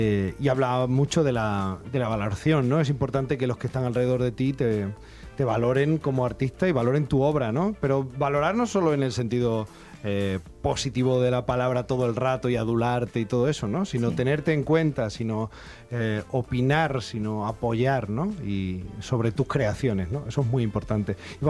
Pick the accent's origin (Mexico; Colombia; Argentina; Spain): Spain; Extremadura; extremeño y creativo.